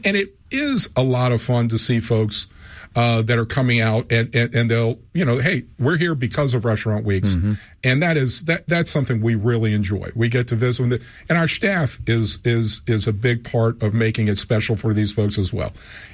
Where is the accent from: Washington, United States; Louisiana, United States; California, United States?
Louisiana, United States; New Orleans; I'm from New Orleans and grew up whenever you had gatherings.